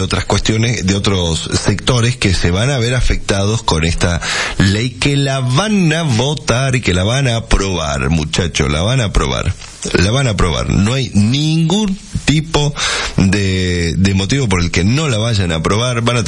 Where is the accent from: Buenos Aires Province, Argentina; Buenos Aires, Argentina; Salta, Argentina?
Salta, Argentina; A nosotros en Salta